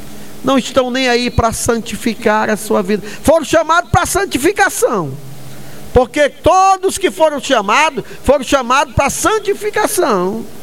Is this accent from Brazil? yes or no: yes; Brazil; born there; Eu nasci aqui no Brasil